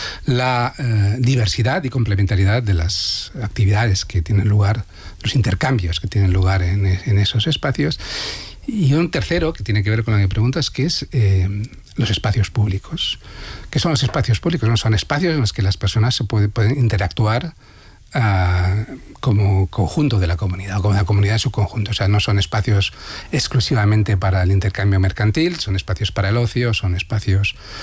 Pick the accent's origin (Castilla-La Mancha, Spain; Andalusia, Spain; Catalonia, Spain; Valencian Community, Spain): Valencian Community, Spain; sí, soy valenciano, o sea, conozco de cerca lo que es la especulación